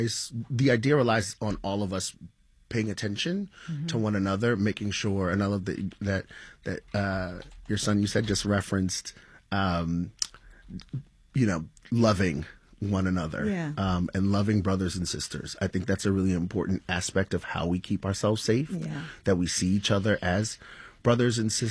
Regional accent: New York, United States; I'm from New York, but I studied Thomas Jefferson a bit

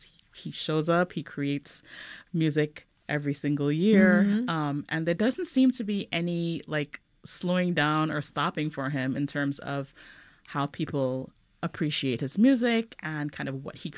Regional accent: Trinidad & Tobago; I'm originally from Trinidad, yes.

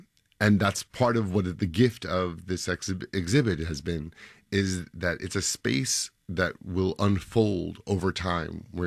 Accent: New York City, New York, United States; I love to walk, I'm a New Yorker, I walk, you're in the middle of everything.

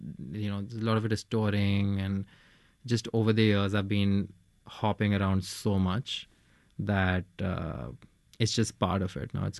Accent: Jaipur, Rajasthan, India; moved away as an adult; also born or lived in New Delhi / New York City; now in Los Angeles, United States; I'm in India a lot, in New Delhi and in Jaipur. I grew up in Jaipur, which is a, you know, city near New Delhi. And so I have a home there, which is my childhood home. But now I kind of also live out of Delhi.

